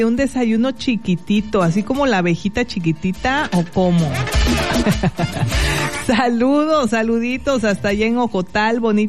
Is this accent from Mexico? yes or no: yes; Mazatán, Mexico; moved away; yo fui a Mazatán, allá mi pueblito, pues resulta que mi papá tiene un árbol de guanábana.